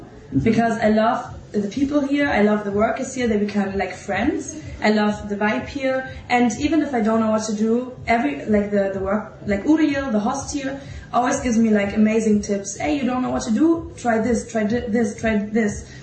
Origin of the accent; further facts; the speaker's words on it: Germany; I'm from Germany.